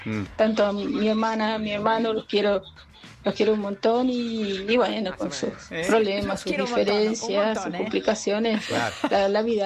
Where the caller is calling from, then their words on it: Lanús, Buenos Aires Province, Argentina; soy de Lanús.